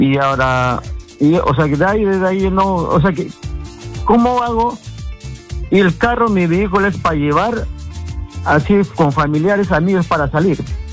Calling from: Lima, Peru; llamo de acá de San Juan de Origancho.

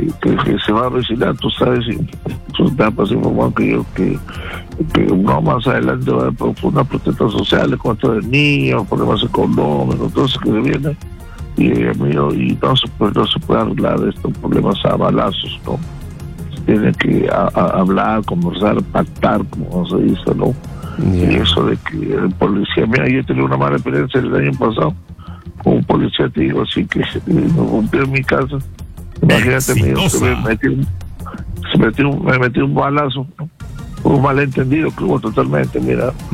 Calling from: Lima, Peru

